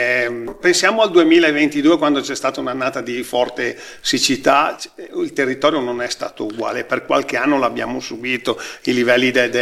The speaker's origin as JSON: {"language": "Italian", "town": "Trigolo", "region": "Lombardy", "country": "Italy", "said": "Io vengo da Trigolo, zona dove comunque l'irrigazione antica a scorrimento è quella più famosa."}